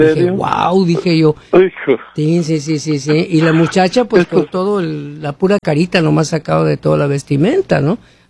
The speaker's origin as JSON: {"language": "Spanish", "town": "Hermosillo", "region": "Sonora", "country": "Mexico", "accent": "norteño", "said": "soy de la Piedra Bola y Hermosillo, Sonora, México."}